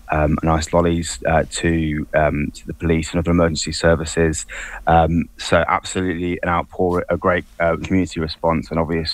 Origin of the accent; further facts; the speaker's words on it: Stourbridge, West Midlands, United Kingdom; my hometown of Stourbridge